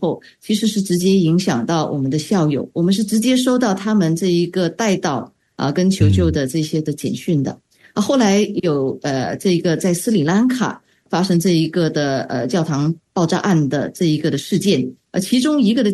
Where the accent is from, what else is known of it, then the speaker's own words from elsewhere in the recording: Singapore; also born or lived in Wheaton, Illinois, United States; 我是土生土长的新加坡人